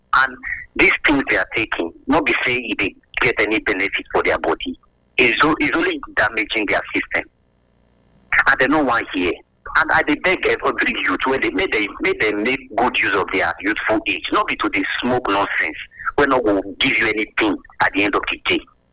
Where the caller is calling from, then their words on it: Igueben, Edo, Nigeria; currently I'm calling from Igueben local government.